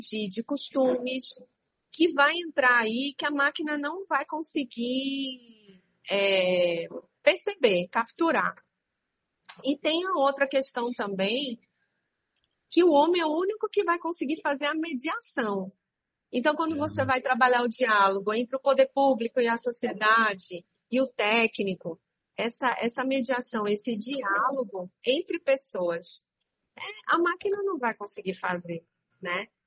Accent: São Paulo, Brazil; also born or lived in Rio de Janeiro; now in Recife, Brazil; eu não sou daqui, eu não sou de Recife, por exemplo. Eu nasci no Rio, mas eu me criei em São Paulo. Eu estou aqui há 22 anos.

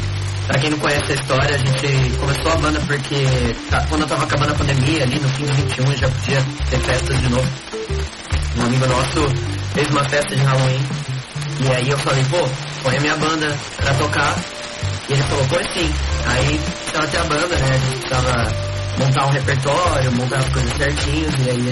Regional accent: Santa Bárbara d'Oeste, São Paulo, Brazil; born there; a gente é de Santa Bárbara do Oeste, no interior de São Paulo.

